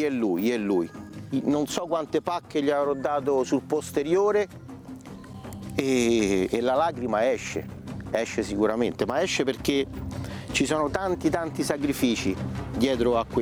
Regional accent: Rome, Lazio, Italy; il primo derby a Roma come romano.

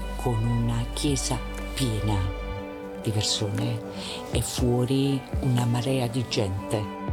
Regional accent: Naples, Campania, Italy; moved away; Io sono napoletana

